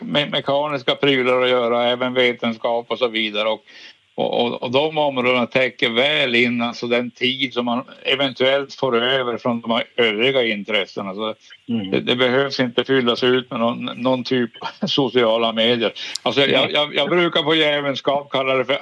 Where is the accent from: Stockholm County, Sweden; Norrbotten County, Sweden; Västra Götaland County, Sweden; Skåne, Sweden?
Norrbotten County, Sweden; now in Luleå, Sweden; jag vet inte om min dialekt avslöjar mig. Jag är Tornedalen i grunden. Hela trakten.